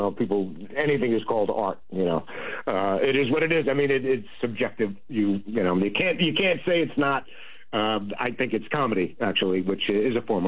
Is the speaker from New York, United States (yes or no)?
yes; Staten Island, New York, United States; You know, I am going to miss my hometown of Staten Island because I'm there every year in the parade, small town, USA.